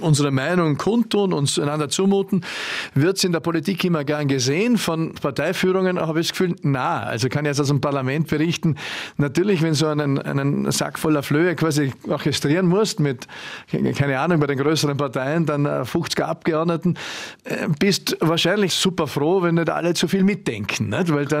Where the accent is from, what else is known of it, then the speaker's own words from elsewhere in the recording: Vorarlberg, Austria; in meiner Kindheit und Jugend im Klostertal